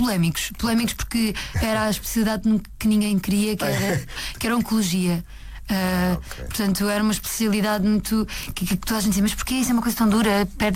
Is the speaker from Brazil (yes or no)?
no; Azeitão, Setúbal, Portugal; Eu acho que se os croatas fossem à minha terra iam ficar encantados com as tortas de azeitão, com o queijo de azeitão